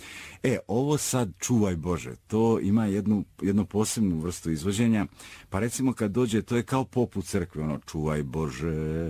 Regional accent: Sanski Most, Federation of Bosnia and Herzegovina, Bosnia & Herzegovina; rekao hvala ti, ali ja sam iz Sanskog mosta.

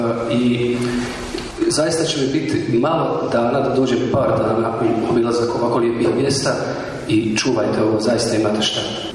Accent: Kozarac, Republika Srpska, Bosnia & Herzegovina; Ja sam iz Kozarca, inače, Kozarac je kod Prijedora, jednim Brđanima, i sad od tih Brđana postoji još sjever, pa se zovu Krčevina. E, tu sam ja rođen i odrastao i proveo te svoje djetinjstvo.

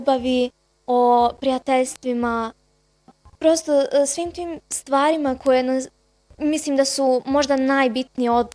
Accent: Vlasenica, Republika Srpska, Bosnia & Herzegovina; Iz osnovne škole došla sam iz Vlasenice.

